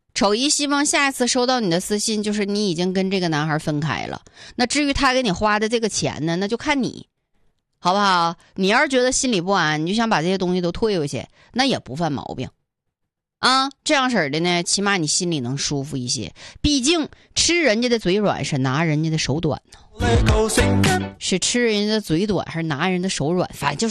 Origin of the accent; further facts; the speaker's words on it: Northeast China, China; 就是我们东北话说呢，就是习惯